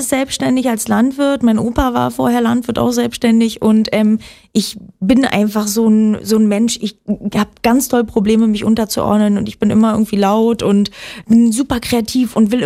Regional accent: Oranienburg, Brandenburg, Germany; born there

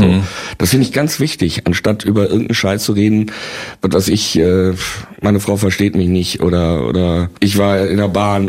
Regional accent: Bielefeld, North Rhine-Westphalia, Germany; Ich bin ja Bielefelder und da kennt, wenn du natürlich Lokalmatador bist, die kannten mich ja auch alle schon vor Star Search, ja.

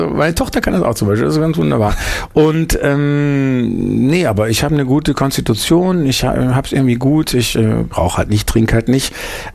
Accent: Bielefeld, North Rhine-Westphalia, Germany; und dann haben wir eine freie Gruppe gegründet in Bielefeld damals noch, meine Heimatstadt, Ende der 70er.

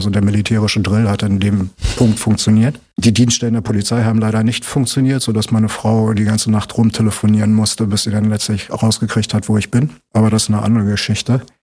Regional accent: Fehrbellin, Brandenburg, Germany; Ja, also ich bin in Neuruppin geboren und habe meine ganze Kindheit aber in Färbelin verbracht bis zur Weiterführung.

